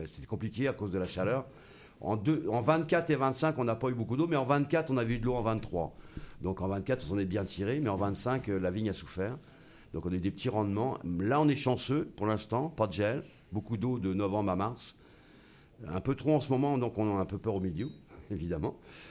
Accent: Loire, France; parce qu'on est de la Loire, Karine et moi

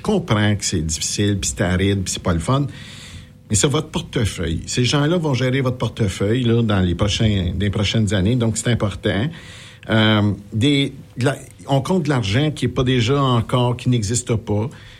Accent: Canada; on est canadien

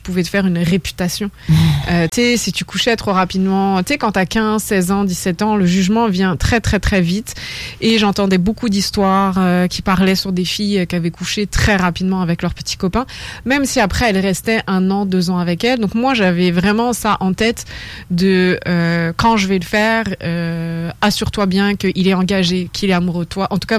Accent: France; moved away as an adult; now in Quebec, Canada; ça fait 9 ans que j'ai quitté la France

